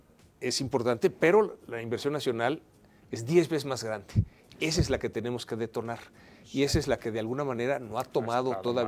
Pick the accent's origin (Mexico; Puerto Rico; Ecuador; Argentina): Mexico; nuestra prioridad como país es Norteamérica.